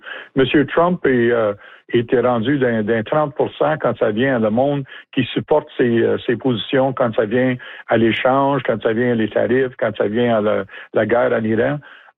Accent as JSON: {"language": "French", "country": "Canada", "said": "on est Canadien, on est fier, On va toujours être Canadien et on ne va jamais, jamais arrêter d'être Canadien."}